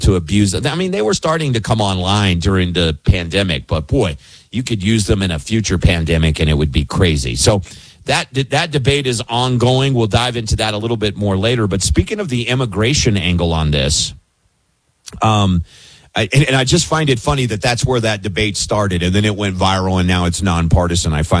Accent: Kentucky, United States; I'm now on the air in Louisville, Kentucky, my home state.

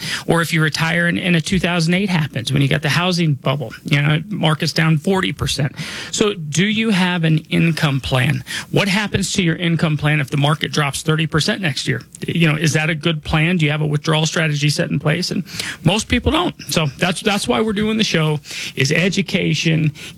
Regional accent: Denver, Colorado, United States; I'm different. AJM Financial is different. I was born and raised here in Denver.

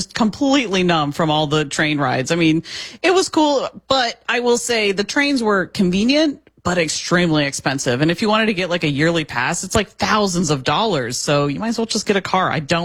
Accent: United States; I don't. I definitely don't. So, I'm all American.

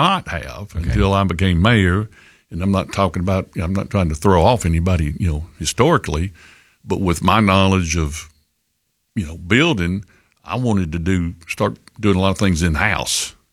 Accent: Cullman, Alabama, United States; growing up in Coleman

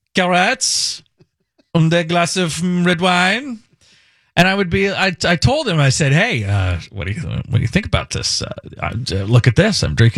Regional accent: Indiana, United States; I grew up in Indiana, so I had a lot of inferiority complexes related to feeling like

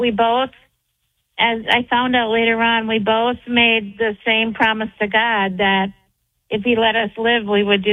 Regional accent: Duluth, Minnesota, United States; born there; And I was born in Duluth, Minnesota at, I think, like 10:04 or p.m., sorry.

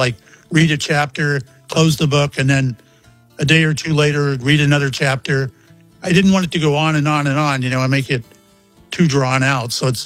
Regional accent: Mayport, Florida, United States; I was on the Shangri-La out of my hometown of Mayport, you know, where I live. I live 20 miles from the base.

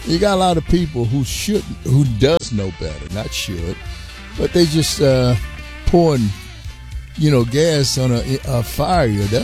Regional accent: United States; Hey, I'm an American black man, and very, very proud of it.

